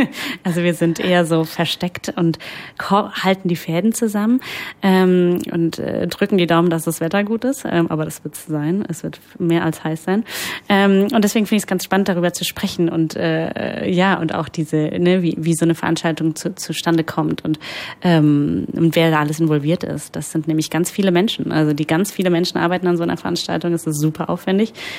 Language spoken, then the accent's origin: German; Italy; Ich bin auch Italienerin